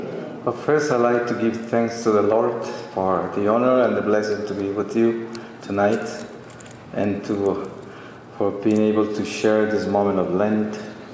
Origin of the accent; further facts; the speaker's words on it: Colombia; also born or lived in Bogota; I am from Colombia. I was born there, and I was part of a Catholic family. I grew up in a Catholic family in the countryside, coffee growers town. And when I was a teenager, at age 14, I was sent to Bogota, the capital, to finish my high school education.